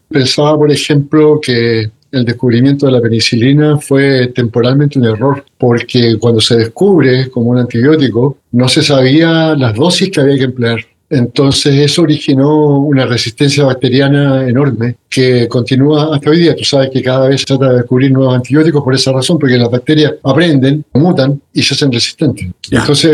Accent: Santiago, Santiago Metropolitan Region, Chile; born there; Yo nací en Santiago, en 1952. Soy parte de una familia numerosa, tengo 7 hermanos, soy el mayor.

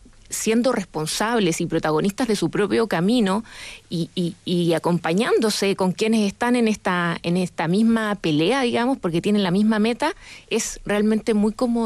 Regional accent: Los Ángeles, Biobío, Chile; moved away as an adult; now in Santiago, Chile; Yo puntualmente vengo de Los Ángeles, en el Biobío

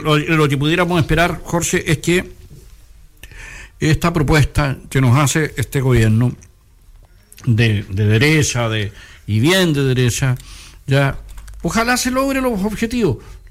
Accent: Chile; Somos chilenos

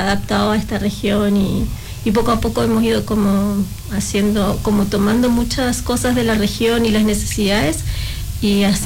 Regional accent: Buenos Aires Province, Argentina; moved away; Yo soy argentina, perfecto. Vengo de la costa de Buenos Aires

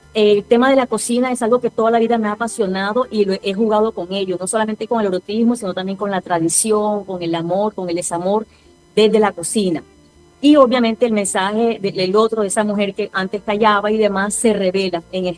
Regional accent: Caribbean Region, Colombia; born there; now in Barranquilla, Colombia; yo no soy barranquillera, yo nací en la Sabana del Caribe, pero esta es mi segunda patria, soy hija adoptiva de Barranquilla

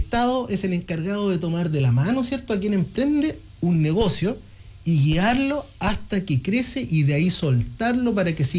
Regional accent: Coyhaique, Aysén, Chile; los que somos de Coyhaique, los que llevamos mucho tiempo viendo Coyhaique

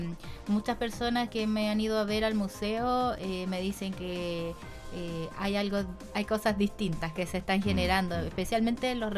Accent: Longaví, Maule, Chile; los longavianos

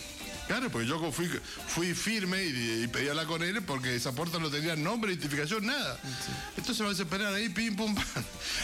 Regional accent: Mendoza, Argentina; Le expliqué la situación y digo, mirá, soy periodista de Mendoza, acá tengo los vuelos, tengo los pasajes, yo no sabía que el pasaporte demoraba tanto, vengo de Mendoza, sí.

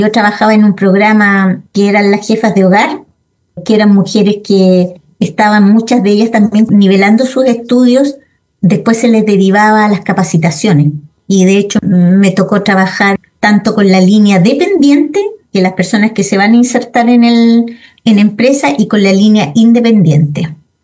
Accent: Valdivia, Los Ríos, Chile; born there; moved away as an adult; also born or lived in La Unión, Chile; now in Santiago, Chile; Y después nos trasladamos, porque mi papá era profesor normalista, y nos trasladamos a Valdivia.

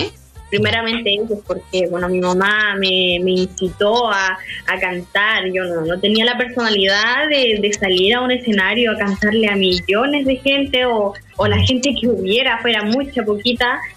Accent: Chile; yo soy de aquí, de la comuna del Pisco, el litoral. Aquí vivo muy cerquita de la playa.

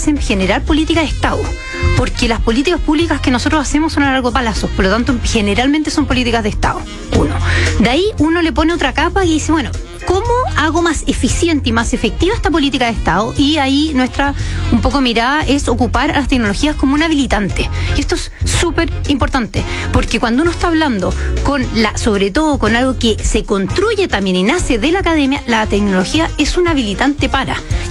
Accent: Chile; cuáles son las habilidades que necesitamos como chilenos para el futuro

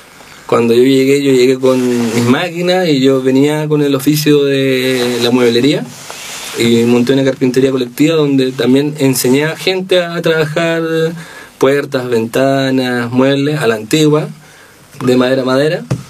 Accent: Santiago, Santiago Metropolitan Region, Chile; now in Maule, Chile; Igual yo vengo de Santiago

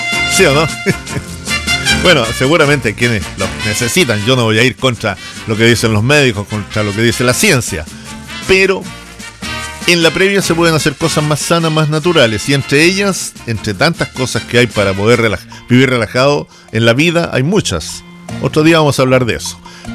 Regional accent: Chile; nosotros acá en Chile hablamos español, castellano, chileno

